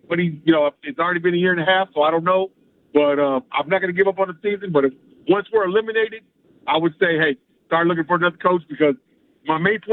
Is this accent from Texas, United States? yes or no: yes; Houston, Texas, United States; even though I'm from the Houston area.